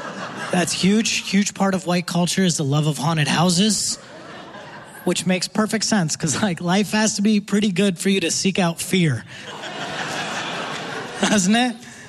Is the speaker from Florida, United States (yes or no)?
no; Texas, United States; also born or lived in India / Ohio; I was born in India, and then when I was six, my family moved to Texas. Okay? And after Texas, we moved to Ohio.